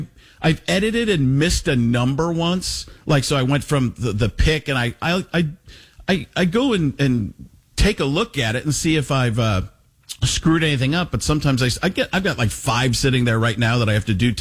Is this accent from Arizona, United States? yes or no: no; Waukesha, Wisconsin, United States; He's from Burlington, just a couple of cities over from me where I grew up in Waukesha.